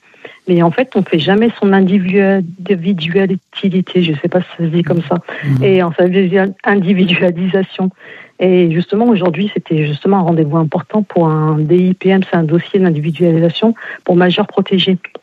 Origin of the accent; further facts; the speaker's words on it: France; born there; Moi, je suis d'origine maghrébine, tunisienne.